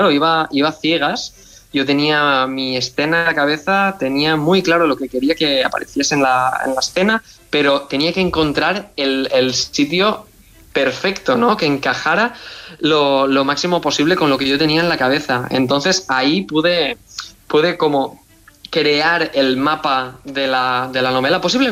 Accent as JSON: {"language": "Spanish", "region": "Valencian Community", "country": "Spain", "tie": "born or raised there", "said": "también es la Bedigna, en mi pueblo de Valencia"}